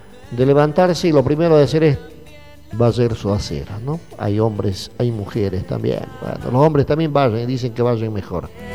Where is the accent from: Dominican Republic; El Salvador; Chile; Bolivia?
Bolivia; nos representa como buenos bolivianos.